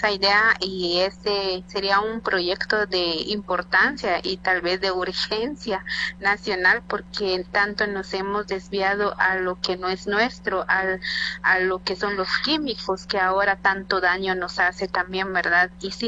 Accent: San Pedro La Laguna, Sololá, Guatemala; yo soy de San Pedro de la Laguna.

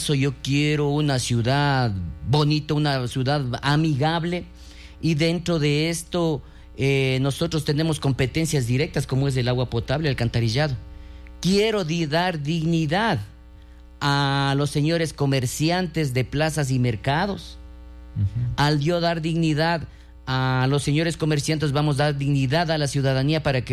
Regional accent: Salcedo, Cotopaxi, Ecuador; los ciudadanos que somos de Salcedo.

